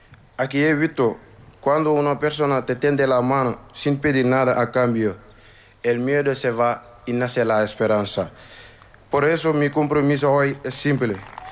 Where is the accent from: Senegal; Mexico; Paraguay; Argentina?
Senegal; Spanish is a second language; now in Tenerife, Spain; tengo 20 años y soy de Senegal.